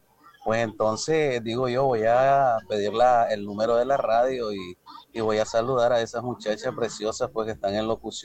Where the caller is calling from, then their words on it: Rosita, North Caribbean Coast Autonomous Region, Nicaragua; realmente soy de Rosita, pero ando aquí en Bonanza y ve, aquí en Ciuna, perdón.